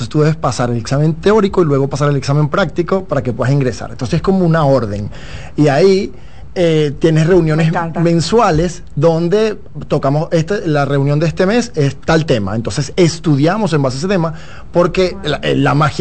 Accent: Venezuela; somos venezolanos.

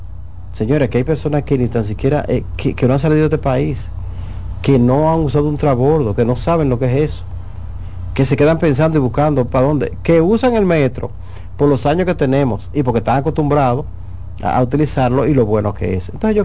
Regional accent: Dominican Republic

